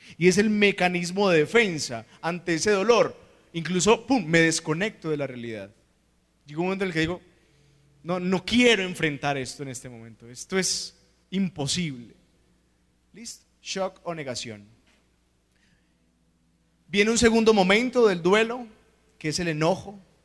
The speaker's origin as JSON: {"language": "Spanish", "town": "Puerto Rico", "region": "Caquetá", "country": "Colombia", "moved": "yes", "said": "soy de Puerto Rico, Caquetá."}